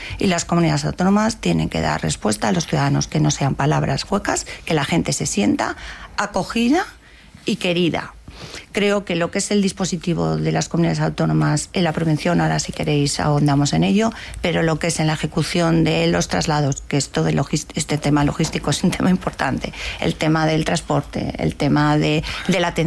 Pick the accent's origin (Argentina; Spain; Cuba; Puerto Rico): Spain; Castilla-La Mancha; Yo procedo de la provincia de Guadalajara